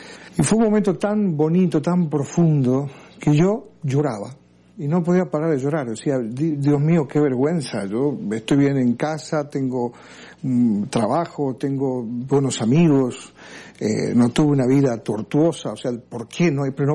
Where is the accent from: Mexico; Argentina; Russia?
Argentina; yo provengo de una familia cristiana, yo soy argentino